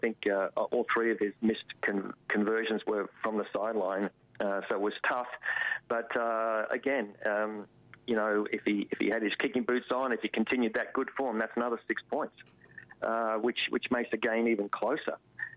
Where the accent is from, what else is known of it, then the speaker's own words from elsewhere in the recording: Queensland, Australia; as a Queenslander